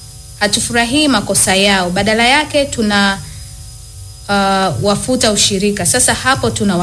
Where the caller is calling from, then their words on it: Katoro, Geita, Tanzania; natokea Upendo SDA Katoro.